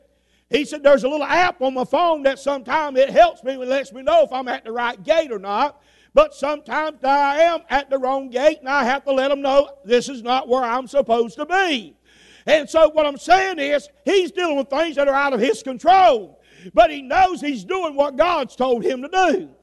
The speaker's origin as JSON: {"language": "English", "town": "Roland", "country": "United States", "moved": "yes", "said": "I'm from Roland. But I didn't stay around there."}